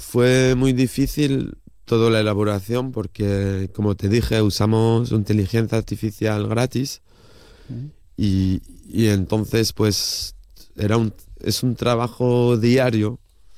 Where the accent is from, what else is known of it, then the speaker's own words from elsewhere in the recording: Martinique; Yo nací en Martinica, que es una isla francesa, y bueno, de pequeño, bueno, no sé si tiene que ver, pero en el periódico de allí, de la isla